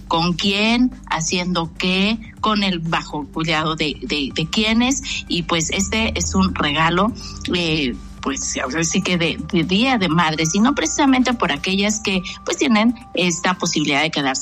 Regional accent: Mexico

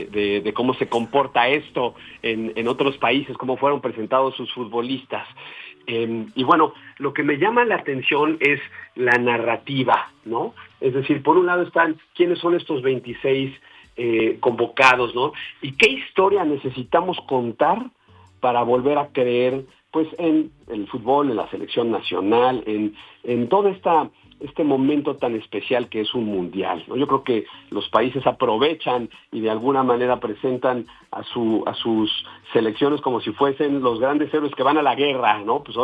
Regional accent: Mexico; cómo somos los mexicanos

